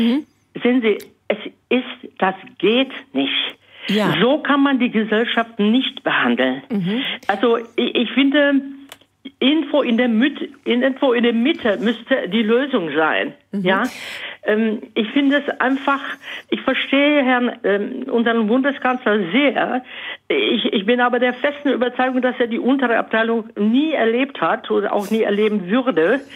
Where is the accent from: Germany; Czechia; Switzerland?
Czechia; Bohemia; Ich komme aus Böhmen.